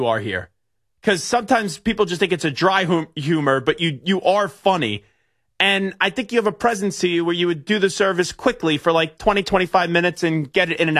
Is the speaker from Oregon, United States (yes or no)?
no; Commack, New York, United States; my best friend who I grew up with in Commack